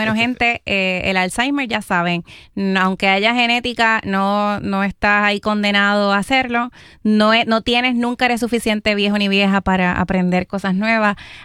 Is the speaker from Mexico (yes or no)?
no; Morovis, Puerto Rico; Pues entonces es una actividad de Morovis, de mi pueblo, que pues es comunitaria, es para llevar a la gente.